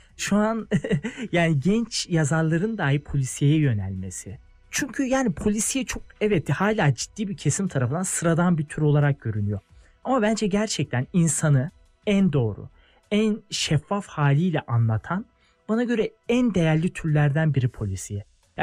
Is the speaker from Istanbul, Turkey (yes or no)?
yes; Istanbul, Turkey; ben de Beyoğlu'luyum. Yani doğma büyüme.